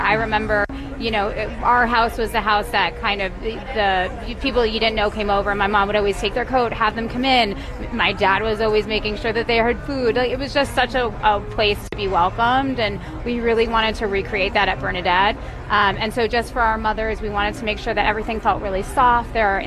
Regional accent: Swampscott, Massachusetts, United States; we moved to this area, I'm originally from Swampscott.

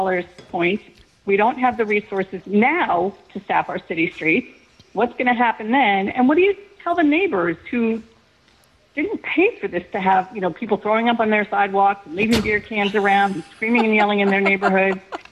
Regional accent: New York City, New York, United States; now in Cambridge, United States; I grew up in New York City.

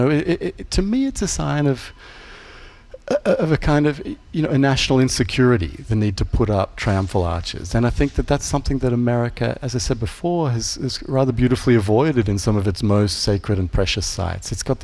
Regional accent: Australia; moved away; I might have a distorted view of it being an Australian. You're quite right to point that out because, you know, I've lived here almost 20 years, but I certainly grew up in Australia

